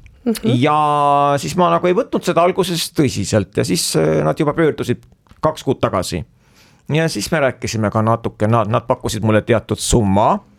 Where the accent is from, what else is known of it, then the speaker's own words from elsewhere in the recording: Viljandi, Viljandi County, Estonia; et ma olen Viljandist.